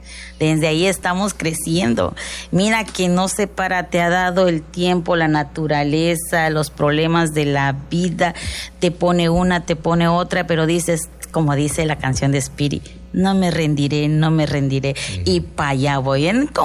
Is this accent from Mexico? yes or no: yes; Mexico; usted sabe que somos mexicanos